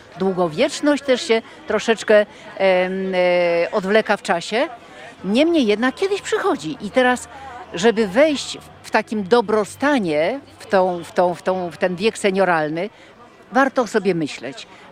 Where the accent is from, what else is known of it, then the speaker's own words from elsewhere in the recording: Gdańsk, Pomeranian Voivodeship, Poland; jestem gdańszczanką, ale śmieję się, że ja mam taką naturę poznanianki